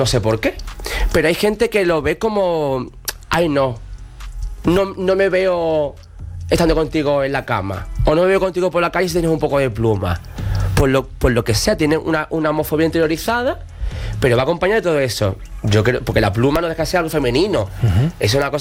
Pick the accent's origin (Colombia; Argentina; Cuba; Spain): Spain; Andalusia; Yo soy súper ateo, yo el mundo de la Semana Santa no me gusta. Siendo andaluz no me gusta.